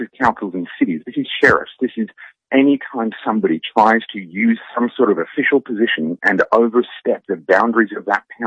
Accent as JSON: {"language": "English", "country": "Australia", "said": "No, as an Australian, I am coming over here as a foreigner and I'm going to tell you what's wrong with your country"}